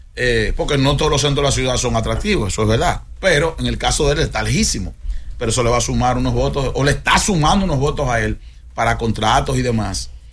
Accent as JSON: {"language": "Spanish", "country": "Dominican Republic", "said": "yo soy dominicano"}